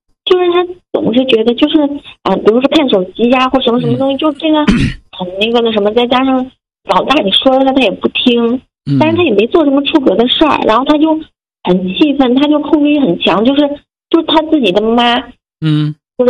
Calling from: northern China, China; 因为他是南方人，我是北方人

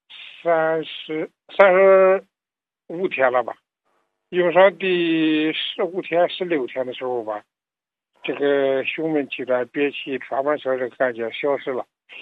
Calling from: Qian'an, Hebei, China; 我是唐山市迁安的。

